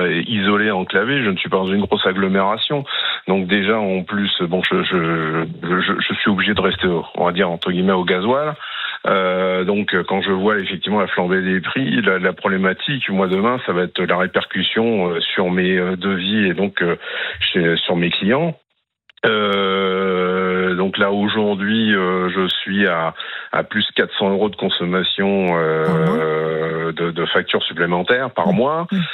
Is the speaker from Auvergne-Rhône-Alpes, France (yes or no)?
no; Hauts-de-France, France; born there; now in Aveyron, France; Il y a des villes même de 20 000 habitants dont où je suis né dans l'Oise, donc plutôt au nord de Paris, 20 000 habitants